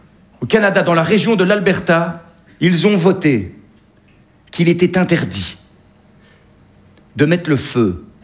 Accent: Belgium

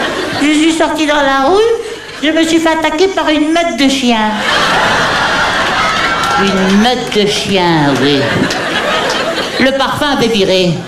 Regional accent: Hauts-de-France, France; Mais non, je suis du Pas-de-Calais. Je suis du Pas-de-Calais.

